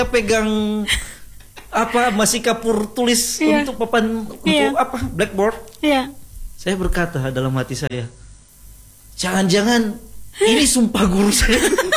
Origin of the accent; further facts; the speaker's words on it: North Sumatra, Indonesia; Botu Muzoi itu kebetulan kampung kami.